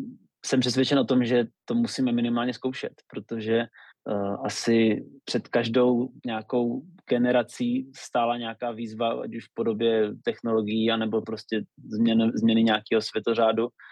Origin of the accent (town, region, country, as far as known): Lipník nad Bečvou, Olomouc Region, Czechia